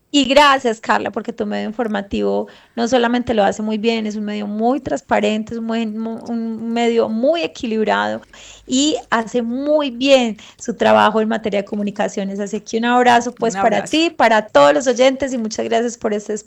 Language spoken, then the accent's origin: Spanish; Colombia; los colombianos tenemos que tener paciencia